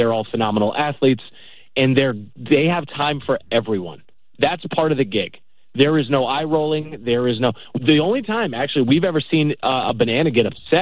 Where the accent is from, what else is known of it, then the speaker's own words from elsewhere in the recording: Mid-Atlantic, United States; I grew up in the Mid-Atlantic, so the Orioles were the only game in town.